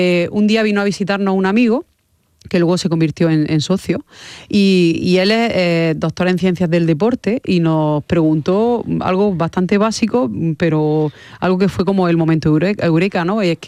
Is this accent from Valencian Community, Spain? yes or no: no; Almería, Andalusia, Spain; había un equipo en Roquetas, que nosotros somos de Almería